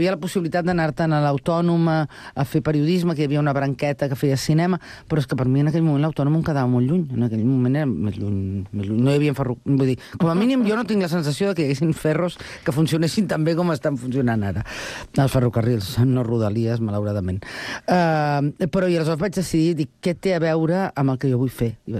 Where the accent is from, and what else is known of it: Barcelona, Catalonia, Spain; born there; now in Sant Cugat del Vallès, Spain